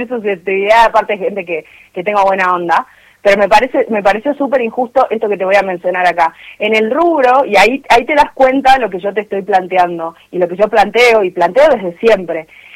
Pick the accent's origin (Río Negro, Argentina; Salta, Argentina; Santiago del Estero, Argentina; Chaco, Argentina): Salta, Argentina; nos pasa a nosotros en Salta.